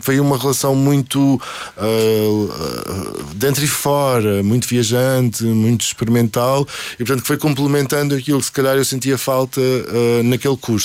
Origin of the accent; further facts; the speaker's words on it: Azores, Portugal; Não, pelo facto de eu ser açoriano, não, porque sempre tive este. Eu parece que sou do Porto